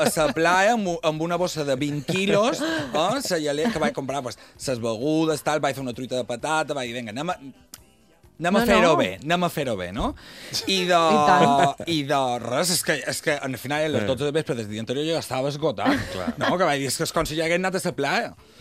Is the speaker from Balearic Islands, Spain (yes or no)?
yes; Balearic Islands, Spain; no a mi com a mallorquí no me passarà